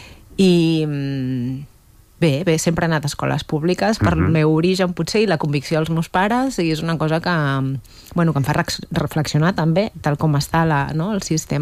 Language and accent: Catalan; Mollet del Vallès, Catalonia, Spain; also born or lived in Granollers / Sant Fost de Campsentelles; jo vaig créixer a Mollet, escola a Mollet